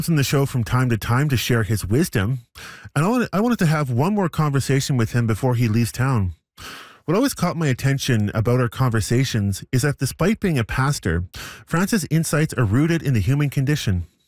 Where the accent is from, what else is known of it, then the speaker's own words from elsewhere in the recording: Hay River, Northwest Territories, Canada; moved away as an adult; now in Yellowknife, Canada; I'm a northerner too. I'm born and raised in Hay River.